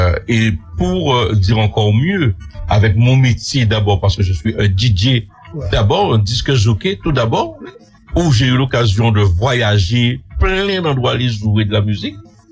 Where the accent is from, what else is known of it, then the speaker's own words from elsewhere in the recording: Guadeloupe; moved away; Quand j'ai quitté la Guadeloupe, moi personnellement, en 99, je me suis dit, je suis en train de stagner et j'ai besoin d'évoluer.